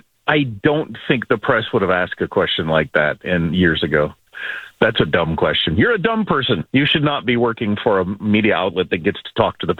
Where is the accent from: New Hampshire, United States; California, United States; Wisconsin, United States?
Wisconsin, United States; Part of the everybody being so happy is probably because you grew up in Chicago and I grew up in Wisconsin.